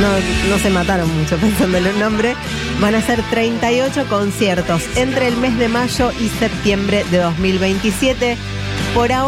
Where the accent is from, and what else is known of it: Argentina